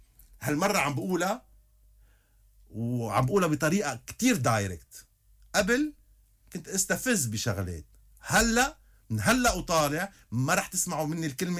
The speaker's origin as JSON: {"language": "Arabic", "country": "Lebanon", "said": "أنا لبناني، أنا حامل 17 طايفة على كتافي."}